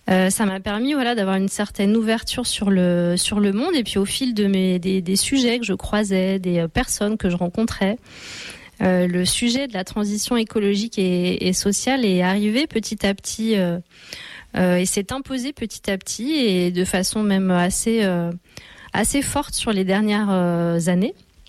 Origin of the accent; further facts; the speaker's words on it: Lyon, Auvergne-Rhône-Alpes, France; moved away; je viens de Lyon